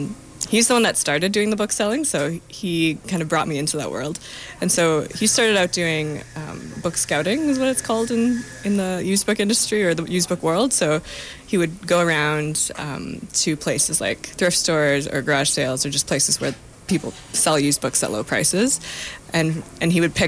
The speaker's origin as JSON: {"language": "English", "town": "Calgary", "region": "Alberta", "country": "Canada", "tie": "born or raised there", "also_born_or_lived": "Vancouver", "moved": "yes", "lives_now": "Edmonton, Canada", "said": "growing up in Calgary"}